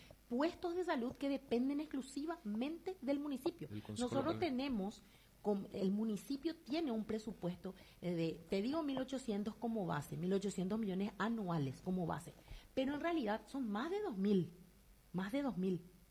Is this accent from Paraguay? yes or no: yes; Luque, Central, Paraguay; es nuestro derecho como ciudadanos paraguayos y como luqueños